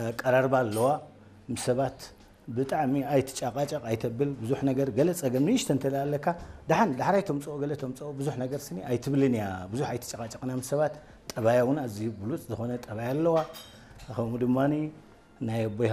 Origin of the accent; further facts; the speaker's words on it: Maekel, Eritrea; ኣብ ኣኽርያ ተወሊደ ዓብየ